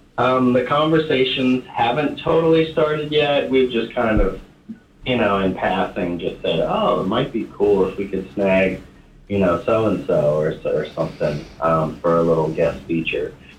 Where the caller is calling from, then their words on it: San Antonio, Texas, United States; Yeah, I'm home in San Antonio.